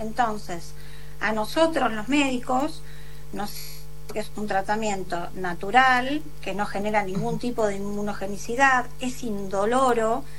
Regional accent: Buenos Aires, Argentina; Yo soy de Buenos Aires, del conurbano

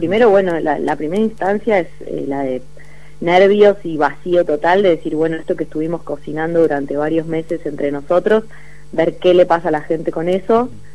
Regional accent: Balcarce, Buenos Aires Province, Argentina; now in Buenos Aires, Argentina; yo soy de Balcarce, claro, que es una ciudad pequeña, no tenía teatro

